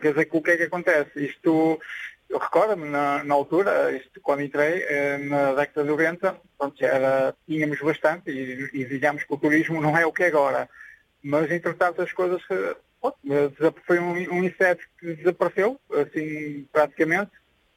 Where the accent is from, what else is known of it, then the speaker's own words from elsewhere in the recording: Vila Nova de Gaia, Norte, Portugal; Eu, Vila Nova de Gaia, Canelas.